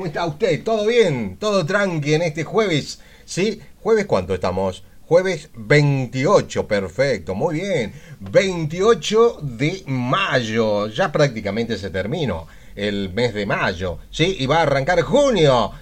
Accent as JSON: {"language": "Spanish", "country": "Argentina", "said": "nosotros estamos en Tucumán, Argentinos en la Red, y obviamente no somos bolivianos, somos argentinos"}